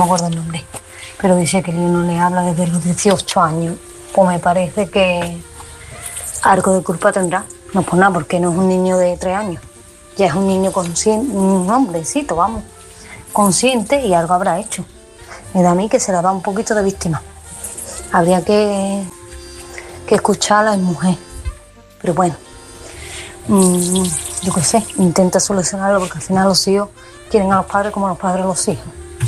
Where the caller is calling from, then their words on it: Málaga, Andalusia, Spain; de Málaga.